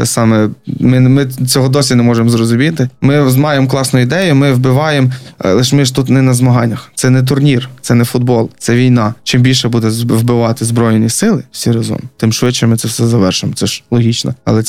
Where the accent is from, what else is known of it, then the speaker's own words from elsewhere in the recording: Volyn Oblast, Ukraine; Воно мені дуже схоже на мою рідну область Волинську.